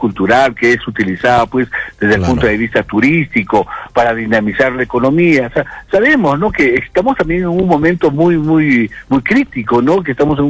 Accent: Arequipa, Peru; asentar mucho más nuestra identidad como arequipeños, como región Arequipa

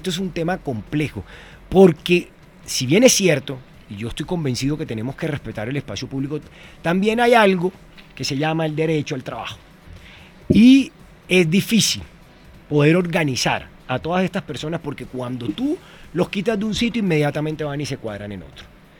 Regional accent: Córdoba, Colombia; moved away as an adult; now in Bogotá, Colombia; Yo soy cordobés, pero llevo más de 20 años viviendo en Bogotá.

